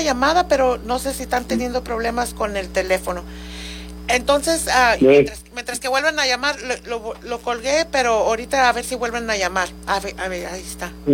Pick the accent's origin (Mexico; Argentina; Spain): Mexico; yo soy de Hueso Colorado, soy de México y me voy a quedar, you know, ciudadano de México